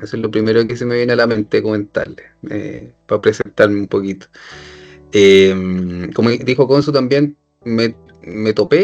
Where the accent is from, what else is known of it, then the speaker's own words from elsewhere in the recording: Valparaíso, Chile; now in Santiago, Chile; nací en Valparaíso y me crié en Valparaíso, soy porteño.